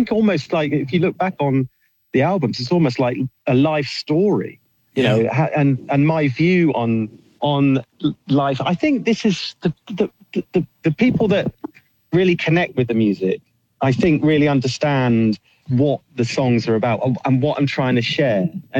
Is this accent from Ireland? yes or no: no; England, United Kingdom; now in London, United Kingdom; as an English artist